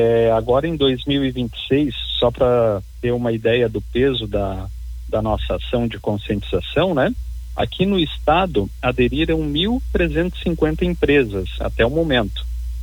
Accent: Brazil

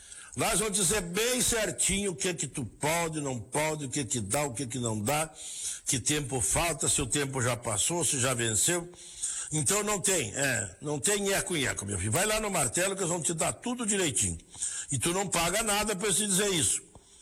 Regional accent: Rio Grande do Sul, Brazil; Eita, minha terra gaúcha lá, né?

